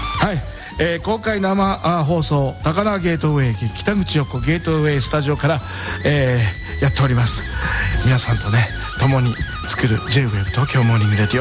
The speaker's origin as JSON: {"language": "Japanese", "region": "Shizuoka", "country": "Japan", "moved": "as an adult", "lives_now": "Tokyo, Japan", "said": "も静岡からね東京に出てきましたね、18歳の時"}